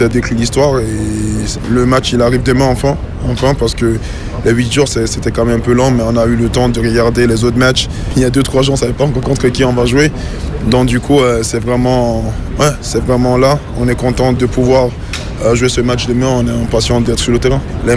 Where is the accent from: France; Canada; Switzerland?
Switzerland; Mais moi, je trouve qu'en tant que Suisse, ça montre que beaucoup est possible